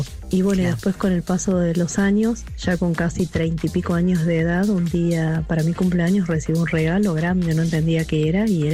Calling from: Embalse, Córdoba, Argentina; los escucho desde Embalse.

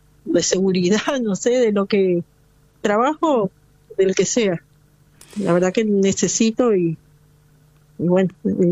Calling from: Almirante Brown, Buenos Aires Province, Argentina; Soy de Almirante Brown.

